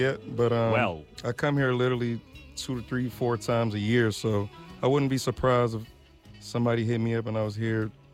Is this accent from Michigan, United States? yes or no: yes; Detroit, Michigan, United States; so I'm in New York right now. I'm from Detroit, so these are the records I brought from home.